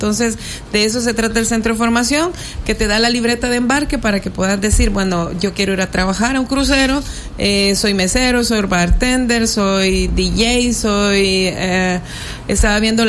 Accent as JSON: {"language": "Spanish", "country": "El Salvador", "said": "Siempre somos salvadoreños"}